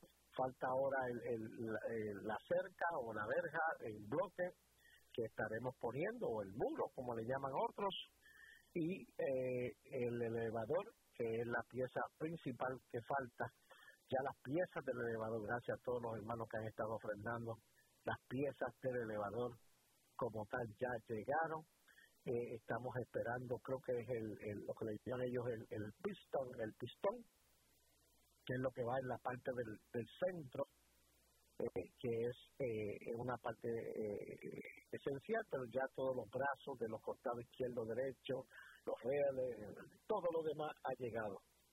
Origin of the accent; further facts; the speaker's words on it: Caguas, Puerto Rico; el pueblo donde yo me crié, el pueblo que me vio crecer, aquí en Caguas, Puerto Rico, en el barrio Río Caña, que por ahí cerquitita, yo me crié en el barrio La Mesa, y estudié ahí